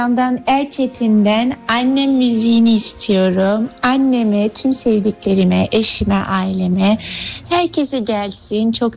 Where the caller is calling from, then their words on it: France; Fransa'dan katılıyorum.